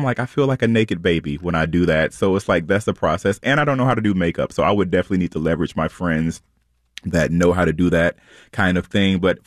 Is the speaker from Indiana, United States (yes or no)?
no; North Carolina, United States; Like, you know, I'm from North Carolina and I never saw Hillsborough being as progressive as I guess that it is now.